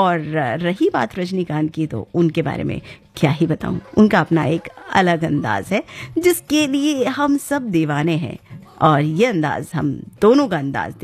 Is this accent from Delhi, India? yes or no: yes; Delhi, India; कि बॉम्बे तो मेरा शहर नहीं है, दिल्ली है